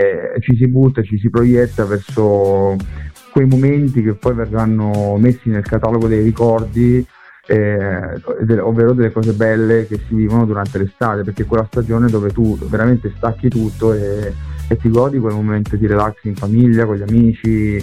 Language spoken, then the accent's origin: Italian; Apulia, Italy; moved away; parlo da pugliese io, no? Questa cosa non la vivo ormai da tantissimi anni, però quando ero ragazzo, no, che vivevo in Puglia